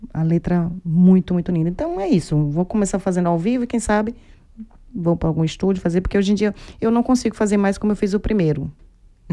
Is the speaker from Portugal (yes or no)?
no; Brazil; Somos brasileiros aqui.